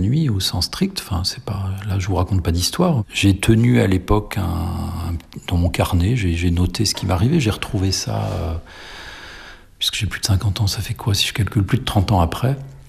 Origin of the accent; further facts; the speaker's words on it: Rennes, Brittany, France; moved away; j'étais rennais, je suis né à Rennes, j'ai fait mes études là-bas à Rennes